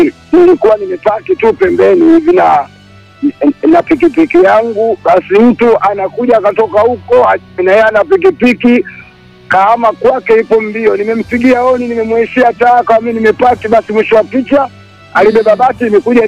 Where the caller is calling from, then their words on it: Rufiji, Pwani, Tanzania; naongea nipo Rufiji hapa Moro.